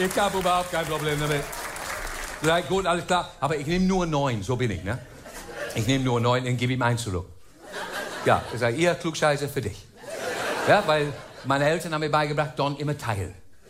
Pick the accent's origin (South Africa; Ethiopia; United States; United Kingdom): United Kingdom; England; German is a second language; moved away as an adult; now in Hamburg, Germany; Ja, ich bin Engländer, bin aber seit 30 Jahren in Deutschland.